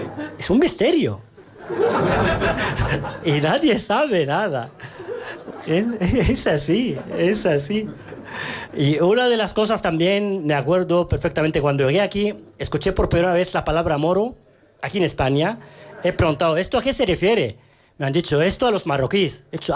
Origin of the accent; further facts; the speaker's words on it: Cairo, Cairo Governorate, Egypt; now in Madrid, Spain; Vengo de una ciudad, se llama El Cairo, de 30 millones de habitantes. 30 millones de habitantes. Llego aquí a Madrid